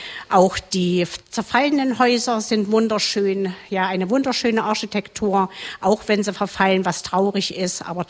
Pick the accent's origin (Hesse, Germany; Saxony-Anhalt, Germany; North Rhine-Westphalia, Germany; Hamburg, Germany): Saxony-Anhalt, Germany; Zeitz; Also ich habe immer mein ganzes Leben hier in Zeitz gelebt und gewohnt. Und ich liebe mein Zeitz. Zeitz ist meine Heimat.